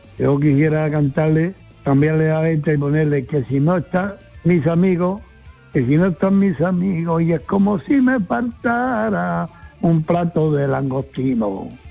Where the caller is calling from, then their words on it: Padul, Andalusia, Spain; Buenas tardes … … de Padul.